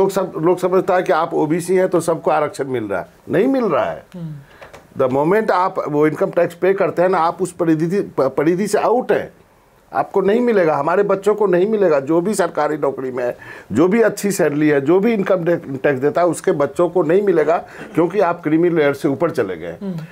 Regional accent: Maharashtra, India; मैं ये इस पे तो बात करनी जरूरी है क्योंकि मैं वहां से आता हूं, समझ गए ना.

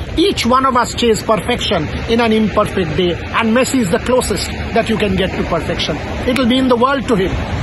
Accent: West Bengal, India; I've interviewed Maradona, who has been a childhood hero of all of us growing up in Bengal.

